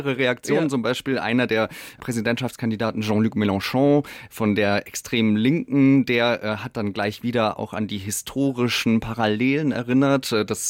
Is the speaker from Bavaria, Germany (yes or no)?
yes; Bavaria, Germany